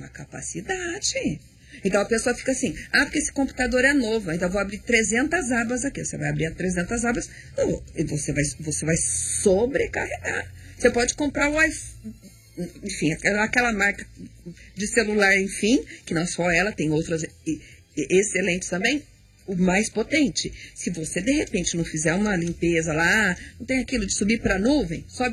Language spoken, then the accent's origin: Portuguese; South Region, Brazil; Eu sou sulista. E no sul a gente só tomava banho quente.